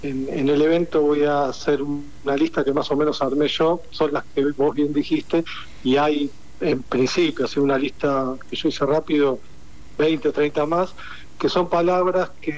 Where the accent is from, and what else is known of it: Argentina